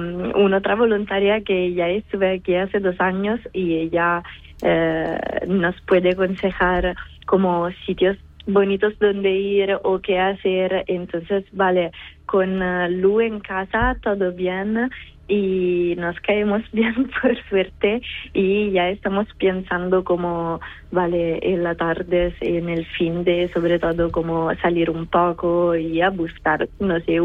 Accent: Rome, Lazio, Italy; Spanish is a second language; moved away as an adult; now in Almería, Spain; en mi pueblo, en mi ciudad de Roma.

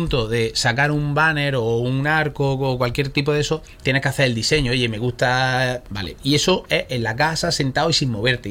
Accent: Andalusia, Spain; Sí, somos andaluces

